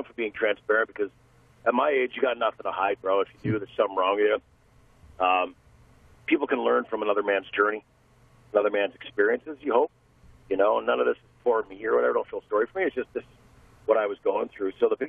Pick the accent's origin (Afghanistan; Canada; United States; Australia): Canada; Windsor, Ontario